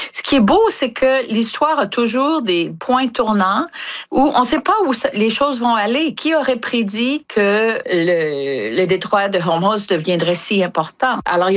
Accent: Quebec, Canada; now in United States; Moi, en tant que Québécoise qui vit aux États-Unis depuis 40 ans, mais qui est aussi américaine, parce que j'ai des enfants américains, un mari américain

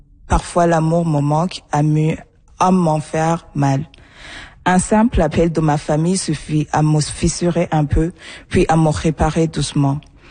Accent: Burundi; now in Sudbury, Canada; Je suis burundaise.

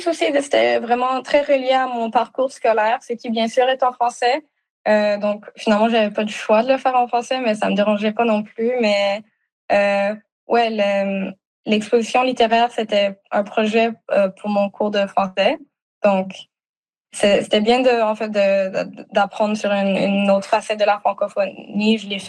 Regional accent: Australia; first language French; les deux, ils sont québécois de base. Et même en Australie, ils m'ont beaucoup parlé en français, c'est ma première langue. Et ils nous ont toujours parlé en français à moi et mon frère à la maison. On a appris l'anglais en parallèle à l'extérieur.

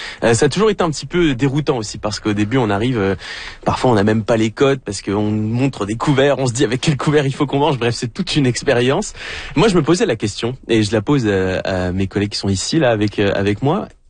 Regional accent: France; accent: French; now in Winnipeg, Canada; ça s'entend à mon accent, je viens de France.

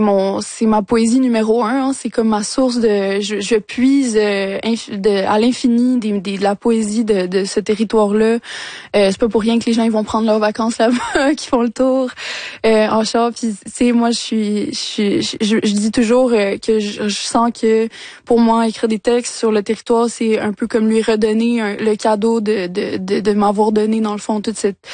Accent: Quebec, Canada; je pense que en tant que québécoise, c'est pour moi c'est important

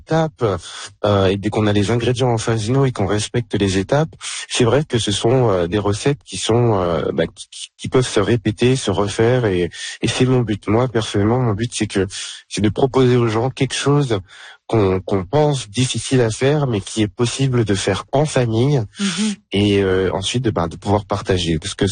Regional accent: France; now in Saskatchewan, Canada; ici en Saskatchewan, moi je suis français d'origine

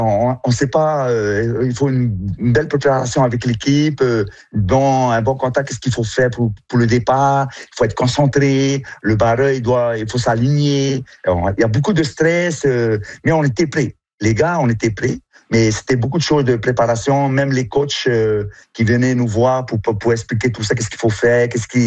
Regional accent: French Polynesia; Ben, chez nous, en Polynésie, c'était une pirogue de p

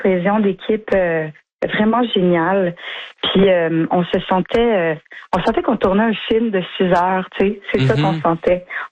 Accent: Danville, Quebec, Canada; c'est qu'on a tourné dans mon village natal. Danville. La série a été en partie tournée à Danville. Puis moi, je viens de là. Toute ma famille est encore là.

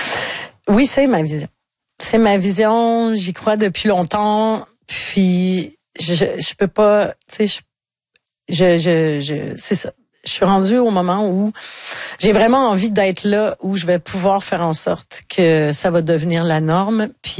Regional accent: Quebec, Canada; puis chez nous, dans le Bas-Saint-Laurent, tu sais, avec le vieux théâtre de Saint-Fabien, avec le théâtre du Bic

